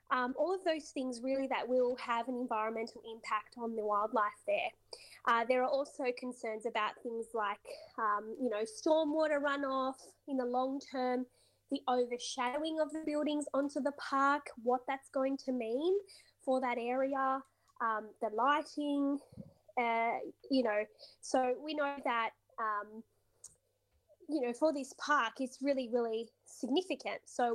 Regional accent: Sydney, New South Wales, Australia; I grew up in Concord myself

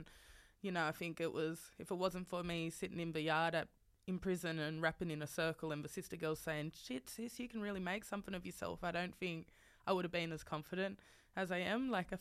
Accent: Sydney, New South Wales, Australia; growing up in Marylands, like where I was, you know, one of the only black fellas in school

